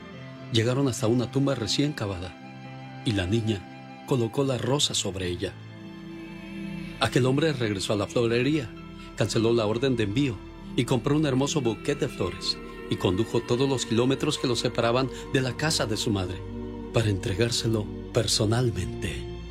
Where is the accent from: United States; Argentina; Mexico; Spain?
Mexico; Huasca de Ocampo, Hidalgo; moved away; Un día salí de Huasca de Ocampo, Hidalgo, pero Huasca de Ocampo, Hidalgo nunca salió de mí.